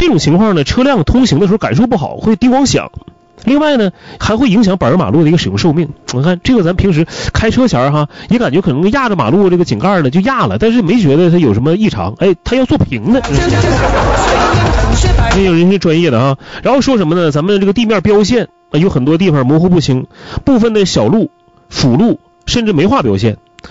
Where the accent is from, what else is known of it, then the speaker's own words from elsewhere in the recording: Liaoning, China; 咱们作为鲅鱼圈人，每个人都希望咱们这个城市